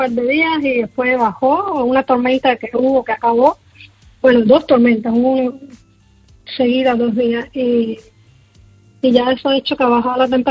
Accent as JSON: {"language": "Spanish", "country": "Cuba", "moved": "yes", "lives_now": "Chicago, United States", "said": "te quiero comentar que la conocí cuando salí de Cuba, yo no sabía"}